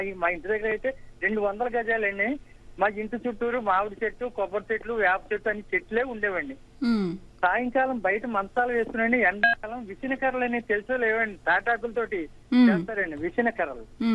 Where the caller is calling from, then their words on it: Hyderabad, Telangana, India; జూబ్లీహిల్స్ నుంచి మాట్లాడుతున్నానండి.